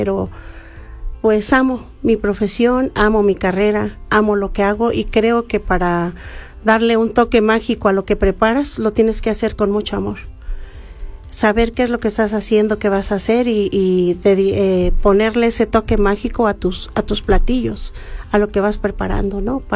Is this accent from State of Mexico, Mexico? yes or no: no; Actopan, Hidalgo, Mexico; Yo soy de Actopan. Ellos se dedicaban a lo que era la barbacoa.